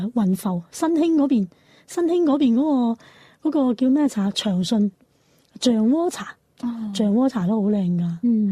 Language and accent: Cantonese; Guangzhou, Guangdong, China; 我广州人嚟嘅